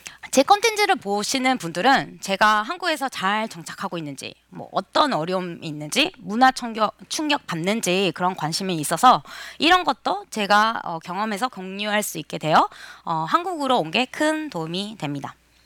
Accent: Argentina; Korean is a second language; moved away as an adult; now in South Korea; 하지만 어린 시절부터 아르헨티나에 살았기 때문에 쉬운 결정이 아니어서 작년 3개월 동안 남편이랑 먼저 살아보기로 결정했어요.

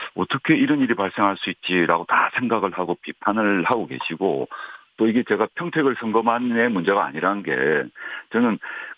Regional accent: Busan, South Korea; 지금 그 제가 당장 이제 제 고향이 부산인데 부산에 있는

